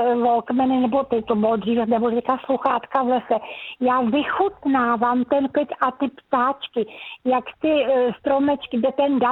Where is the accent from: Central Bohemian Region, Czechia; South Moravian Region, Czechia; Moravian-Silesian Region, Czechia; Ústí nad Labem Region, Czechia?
Central Bohemian Region, Czechia; Zbiroh; also born or lived in Plzeň; now in Neratovice, Czech Republic; já pocházím jako od Plzně. Narodila jsem se v Plzni a vyrostla jsem ve Zbyrohu, kde teda jsou překrásné lesy a skály